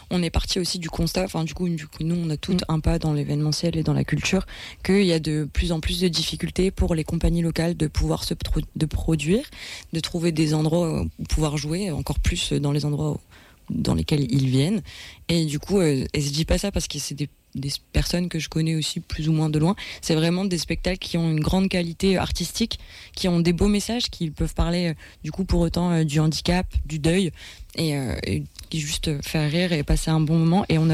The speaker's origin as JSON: {"language": "French", "town": "Blairville", "region": "Hauts-de-France", "country": "France"}